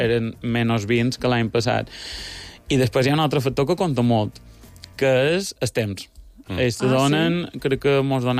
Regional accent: Santa Maria del Camí, Balearic Islands, Spain; Nosaltres som de Santa Maria.

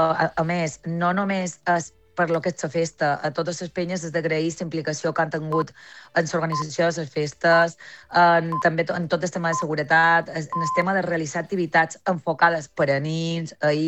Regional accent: Andratx, Balearic Islands, Spain

